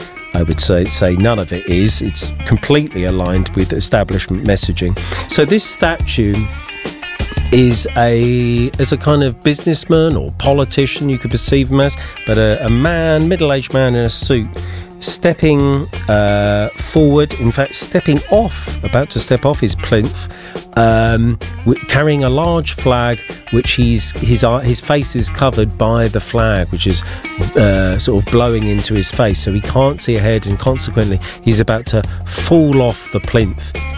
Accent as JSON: {"language": "English", "region": "London", "country": "United Kingdom", "said": "Now, Alistair, you and I are both from London"}